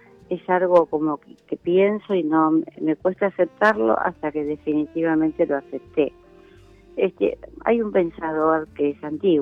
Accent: Buenos Aires, Argentina; Acá de Capital, sí.

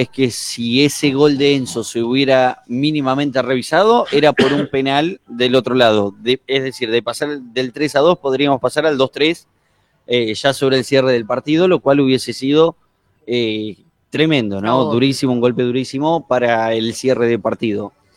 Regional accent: Argentina; Como argentino, lo digo

